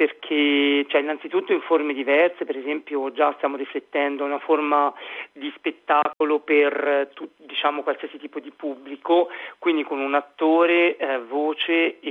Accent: Tuscany, Italy; moved away; essendo toscano, anche se non torno spessissimo

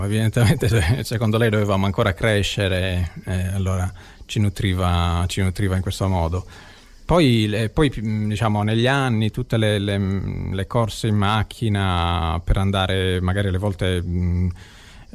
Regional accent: Sassari, Sardinia, Italy; sono nato e cresciuto in Sardegna, quindi l'estate era fissa al mare.

